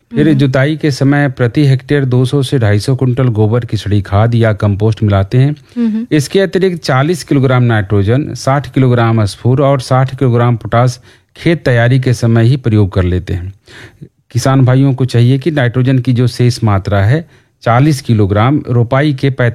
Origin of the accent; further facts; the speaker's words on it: Bihar, India; हमारे यहाँ बिहार में